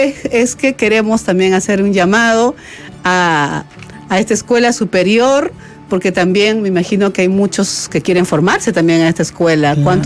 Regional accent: Peru; nosotros en el Perú

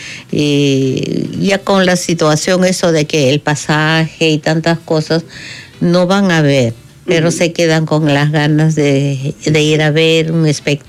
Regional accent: Peru; Artista folclorista del Perú viene en busca de familia.

